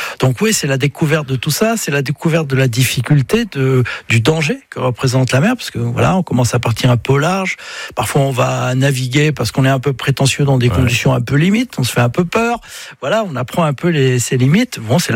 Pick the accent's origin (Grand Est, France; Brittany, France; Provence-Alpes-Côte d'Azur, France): Brittany, France